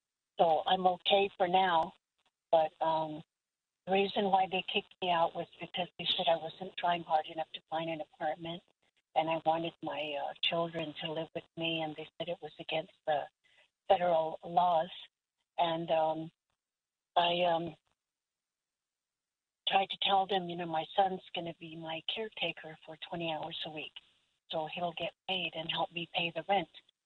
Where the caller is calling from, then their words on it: Albuquerque, New Mexico, United States; I'm calling from Albuquerque, and I'm an urban Indian. I'm 72, and I'll be 73 soon.